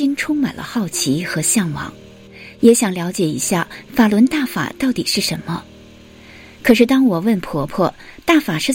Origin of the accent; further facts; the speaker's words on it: Heilongjiang, China; 是土生土长的黑龙江人。